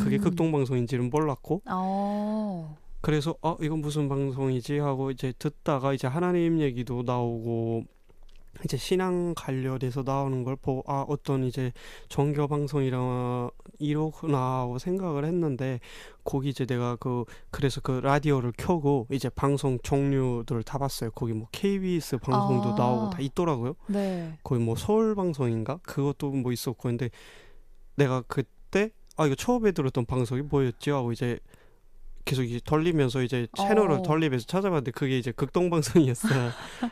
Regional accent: North Korea; now in South Korea; 제가 지금 현재 남한에서 살고 있는 이제 청년으로서 이제 제가 제 고향을 상상해 보면

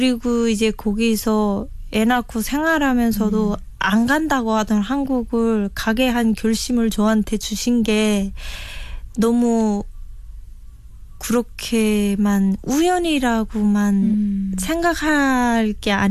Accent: North Korea; also born or lived in China; now in South Korea; 제가 북한에 있었으면 이제 해외로 나갈 기회가 없단 말이에요.

